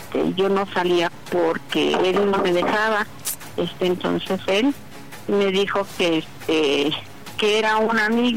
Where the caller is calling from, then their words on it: Nezahualcóyotl, State of Mexico, Mexico; yo soy del municipio de Nezahualcóyotl.